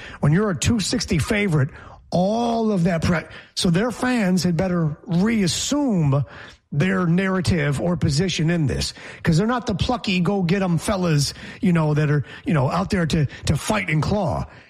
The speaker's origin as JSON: {"language": "English", "region": "New York", "country": "United States", "tie": "born or raised there", "moved": "yes", "lives_now": "South Florida, United States", "said": "I'm from the Empire State. I'm not a Knicks fan, but I am born and raised in the Empire State, quite far from the city, as a matter of fact, about 5 hour drive."}